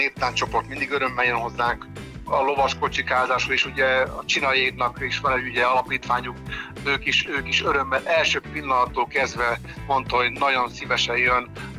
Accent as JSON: {"language": "Hungarian", "country": "Hungary", "said": "magyarok vagyunk"}